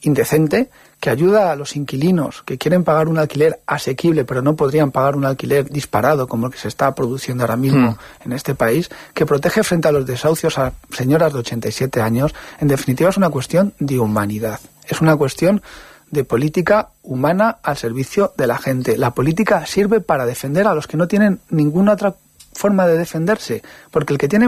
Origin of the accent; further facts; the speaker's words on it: Spain; Y se me abren las carnes como ciudadano español, no como político del PSOE.